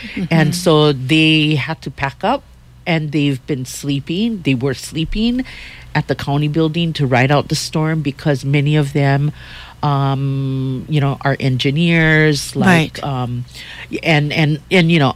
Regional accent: Hawaii, United States; for us that born and raised in Hawaii, we live here a long, long, long time.

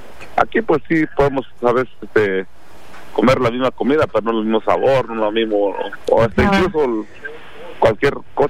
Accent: Santa María Tindú, Oaxaca, Mexico; Spanish is a second language; las calles de mi barrio, de mi pueblo allá en Santa María Tindú, cuando nací, crecí

